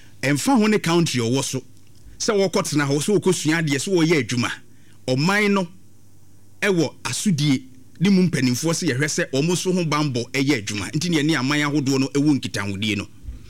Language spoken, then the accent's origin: English; Ghana; You see, Ghanaians are not timid. We may be slow to anger, but when we are pushed, we act decisively.